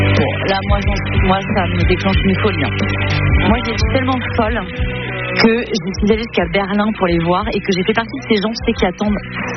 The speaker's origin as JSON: {"language": "French", "region": "Brittany", "country": "France", "said": "Moi, je suis bretonne. J'ai des origines celtes très, très, très ancrées qui ne viennent pas que de Bretagne."}